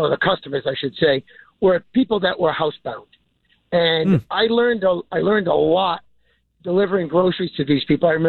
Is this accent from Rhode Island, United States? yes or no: yes; Providence, Rhode Island, United States; we grew up in the Manton Projects. We swam in the Winnesquatucket River almost daily.